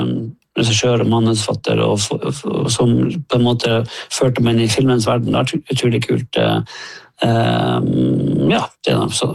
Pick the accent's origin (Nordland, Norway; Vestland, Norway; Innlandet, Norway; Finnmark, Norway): Finnmark, Norway; moved away; jeg veldig glad i å dra hjem, og vi har hus i Langfjorden